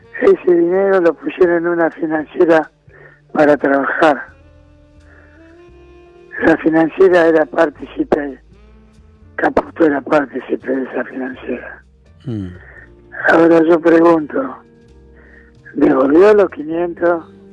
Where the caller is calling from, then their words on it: Buenos Aires, Argentina; de Floresta.